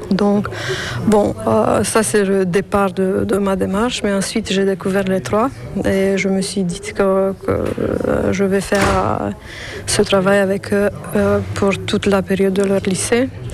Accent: Romania; moved away as an adult; also born or lived in Lyon, France / Paris, France; c'était un peu compliqué pour un étudiant roumain de déménager, de partir de la Roumanie.

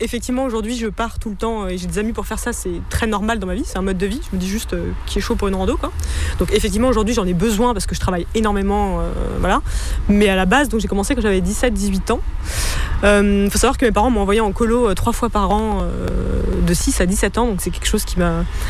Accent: Île-de-France, France; j'ai 32 ans, je suis parisienne, j'ai grandi en banlieue parisienne

